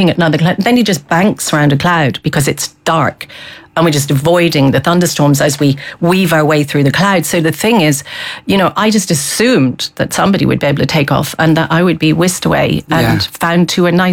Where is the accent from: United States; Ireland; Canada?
Ireland; Galway, Connacht